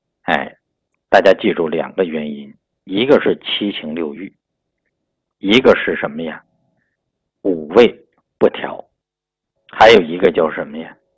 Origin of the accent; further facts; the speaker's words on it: Yunnan, China; 我们云南人吃米线